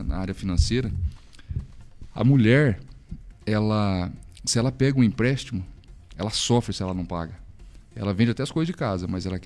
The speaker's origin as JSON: {"language": "Portuguese", "region": "Paraná", "country": "Brazil", "said": "Nós somos brasileiros paranaenses, mas moramos em uma cidade."}